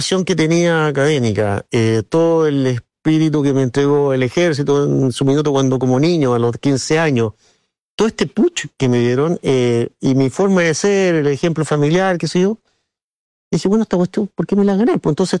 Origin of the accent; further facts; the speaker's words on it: Chile; moved away as an adult; now in Madrid, Spain; pero soy chileno. Después, soy miembro de la Junta, pero primero soy chileno.